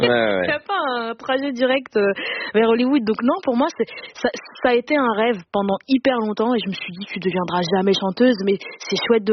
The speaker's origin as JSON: {"language": "French", "town": "Denderleeuw", "region": "Flanders", "country": "Belgium", "tie": "born or raised there", "said": "parce que non seulement j'ai grandi en Belgique, et puis j'ai grandi dans une petite commune qui s'appelle Denderleu."}